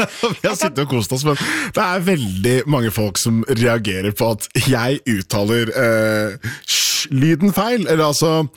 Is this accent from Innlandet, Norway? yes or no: no; Oslo, Norway; Og så må jeg bare si at, det er jeg bare nevne at for meg så er det sosiolekt. Jeg er fra Haugenstua i Oslo.